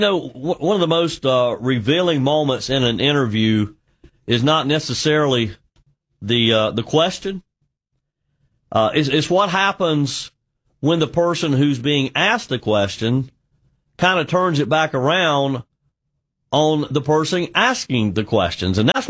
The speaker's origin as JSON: {"language": "English", "region": "South Carolina", "country": "United States", "tie": "born or raised there", "said": "the U.S. Senate race here in my home state of South Carolina"}